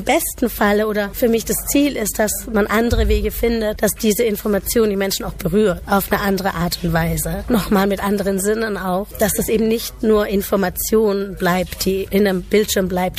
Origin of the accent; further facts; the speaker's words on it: Munich, Bavaria, Germany; born there; also born or lived in Kolkata; ich bin in München geboren, lebe halb zwischen München und Kalkutta.